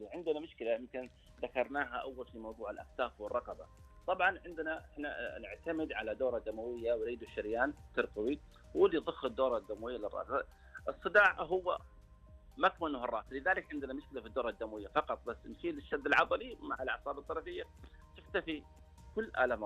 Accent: Saudi Arabia; عندنا بالسعودية

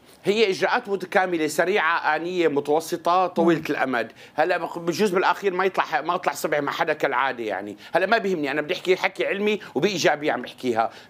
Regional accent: Syria; هلا هذا الشيء بيؤدي إنه أنا كمواطن سوري عم أشعر بقلق

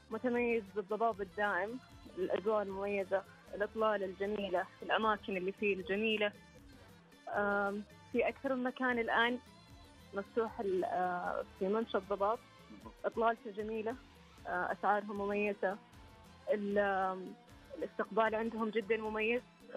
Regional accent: Abha, Asir, Saudi Arabia; أنا من أهل أبها

